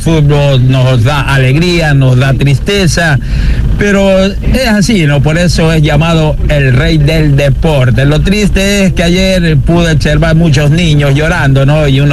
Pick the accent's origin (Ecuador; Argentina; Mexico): Ecuador